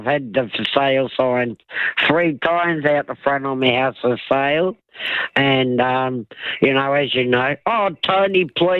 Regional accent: Australia; also born or lived in New Zealand; Well, as you know, I was born in New Zealand. I'm from there. Left there when I was two to Australia here.

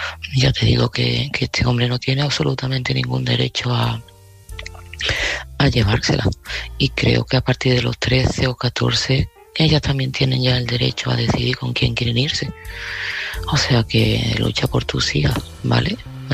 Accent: Seville, Andalusia, Spain; de Sevilla y este mensaje va para Ana.

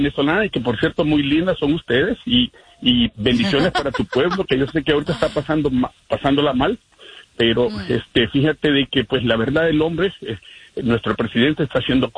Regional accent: San Salvador, El Salvador; yo soy de San Salvador, de la capital.

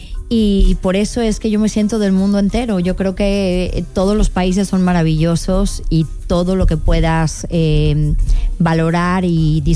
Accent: Mexico; moved away as an adult; also born or lived in United States; now in Spain; yo que soy mexicana.

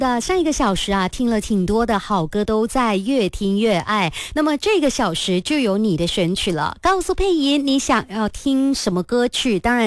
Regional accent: Malaysia; 也为身为马来西亚人感到骄傲。因为我想啊，我们跟各大种族大家生活在一起，

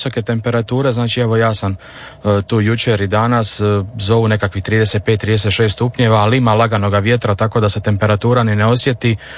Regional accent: Split, Split-Dalmatia County, Croatia; ja sam inače iz Splita

